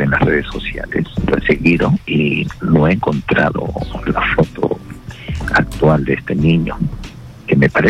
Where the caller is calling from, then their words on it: Ilo, Moquegua, Peru; Desde Puerto de Hilo.